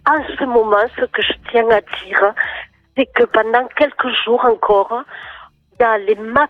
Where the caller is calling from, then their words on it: Montazels, Occitanie, France; Montazels.